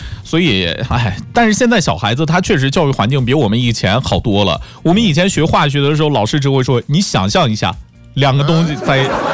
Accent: Henan, China; 我是河南的。

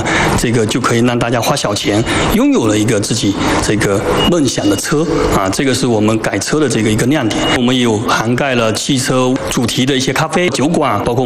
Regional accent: Fuzhou, Fujian, China; 福州新区那是我的家乡

